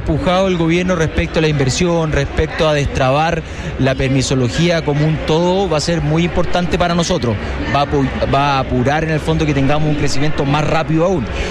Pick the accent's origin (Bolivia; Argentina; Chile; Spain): Chile; yo creo que es importante en avanzar una mejor regulación de lo que nosotros hacemos como chilenos